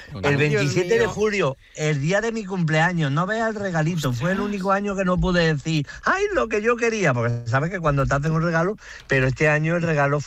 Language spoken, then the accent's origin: Spanish; Jaén, Andalusia, Spain; bueno, no soy políglota, soy de Jaén